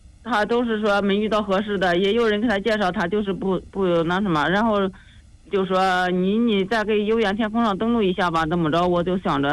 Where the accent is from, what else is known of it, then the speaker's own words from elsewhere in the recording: Baoding, Hebei, China; 老家是保定曲阳的。